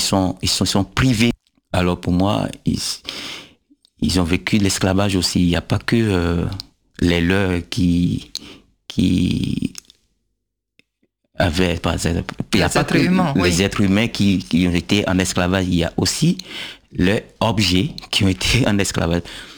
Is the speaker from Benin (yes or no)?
yes; Abomey, Zou, Benin; born there; Déjà, tu sais que je suis né à Boumé, la terre d'Aboumé, la latérite, j'avais travaillé la latérite, mais jamais l'argile.